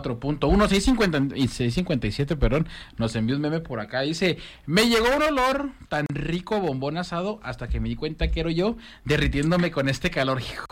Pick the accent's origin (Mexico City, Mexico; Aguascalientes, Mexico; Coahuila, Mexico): Mexico City, Mexico